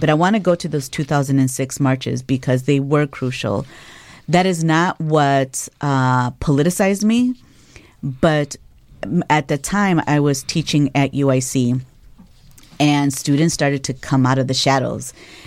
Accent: Chicago, Illinois, United States; I am born and raised in Chicago. Both of my parents are Guatemalan immigrants

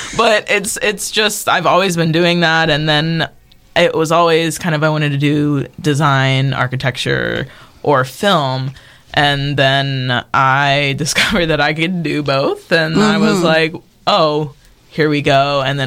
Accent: Kentucky, United States; I grew up in Kentucky

